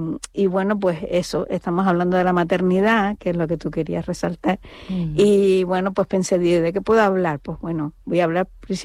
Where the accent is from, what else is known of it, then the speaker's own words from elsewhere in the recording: Canary Islands, Spain; la lengua que hablamos hoy en día, que es el español de Canarias